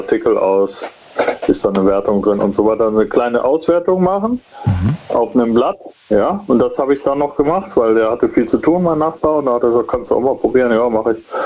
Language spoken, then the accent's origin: German; Stuttgart, Baden-Württemberg, Germany; ich komme aus Stuttgart und da gibt es viele Staffeln, da musst du die Staffeln hochrennen, bleibst fit.